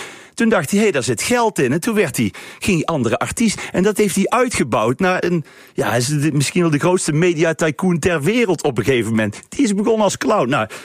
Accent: Best, North Brabant, Netherlands; Nee, maar dus ik ben super blij dat ik uit Best kom.

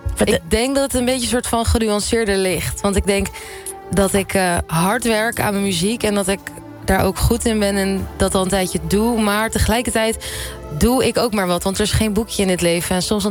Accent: Utrecht, Netherlands; Ja, en ik kom uit Utrecht.

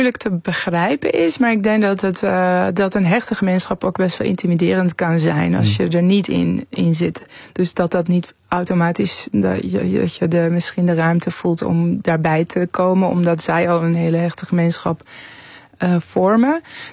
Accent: Tehran, Tehran Province, Iran; Dutch is a second language; now in Netherlands; Ik kwam uit een grote stad. Ik ben opgegroeid in Teheran.

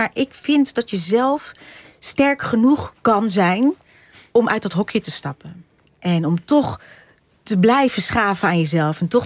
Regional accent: The Hague, South Holland, Netherlands; Nee, ik kom uit Den Haag en daar zat ik in het rockcircuit.

